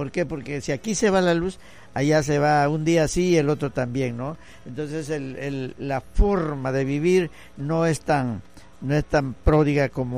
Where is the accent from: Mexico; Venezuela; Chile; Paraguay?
Mexico; Santa Cruz, Campeche; now in Ciudad del Carmen, Mexico; soy fiel a mi pueblo